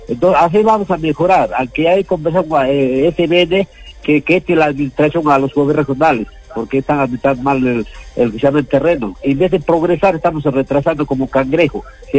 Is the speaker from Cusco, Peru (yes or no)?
yes; Chumbivilcas, Cusco, Peru; born there; now in Yura, Peru; hasta mi tierra, Chumbivilcas